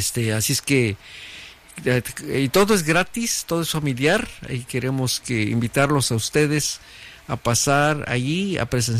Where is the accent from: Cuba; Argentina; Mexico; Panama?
Mexico; Huajuapan de León, Oaxaca; now in Fresno, United States; de Miltepec y Tixtepec, Uajuapan de León, Oaxaca, que está en la carretera entre Uajuapan de León y Tehuacán, Puebla, cerca de Chazumba. De allá soy yo